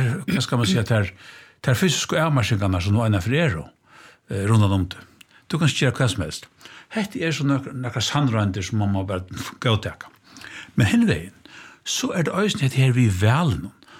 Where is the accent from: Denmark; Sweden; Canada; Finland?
Denmark; Swedish is a second language; det som vi danskar kallar för nödvändighet eller det här givna